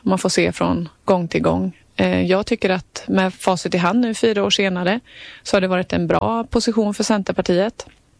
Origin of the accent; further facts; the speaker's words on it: Bengtsfors, Västra Götaland County, Sweden; now in Gothenburg, Sweden; Nej, jag har en stuga i norra Dalsland som jag är ifrån då. Jag kommer ifrån Bengtsfors kommun, så att jag brukar hänga där en del i stugan och sen också lite i Göteborg.